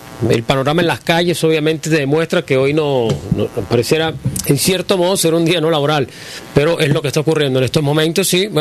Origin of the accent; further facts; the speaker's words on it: Venezuela; somos venezolanos.